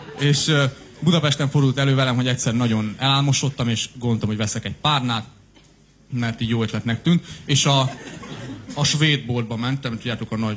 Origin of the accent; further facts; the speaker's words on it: Cluj-Napoca, Cluj County, Romania; now in Hungary; mert én külföldi vagyok, Kolozsvárról jövök, ez nem is olyan rég volt